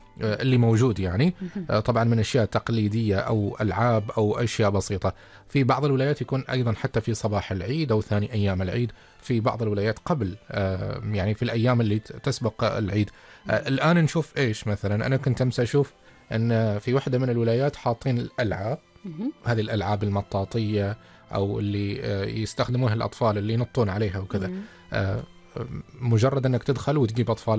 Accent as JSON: {"language": "Arabic", "country": "Oman", "said": "هذه الأشياء الجميلة أنا يعني أعتقد أنها مميزة فينا كعمانيين أو معنا كعمانيين"}